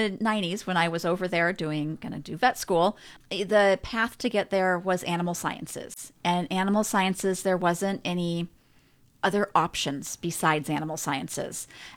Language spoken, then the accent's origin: English; Kirkland, Washington, United States; now in Olympic Peninsula, United States; So Western Washington. I grew up in Juanita, Kirkland area and moved over here in 99.